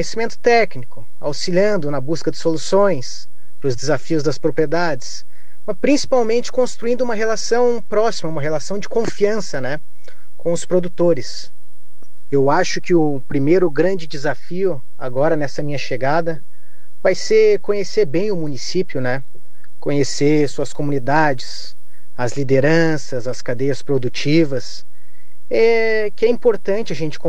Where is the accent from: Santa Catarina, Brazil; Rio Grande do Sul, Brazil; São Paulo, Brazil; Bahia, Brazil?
Santa Catarina, Brazil; São Joaquim; born there; moved away as an adult; now in western Santa Catarina, Brazil; E eu sou nascido em São Joaquim.